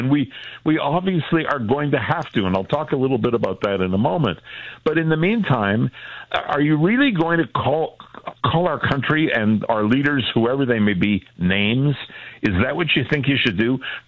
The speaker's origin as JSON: {"language": "English", "country": "Canada", "said": "We Canadians are on the other end."}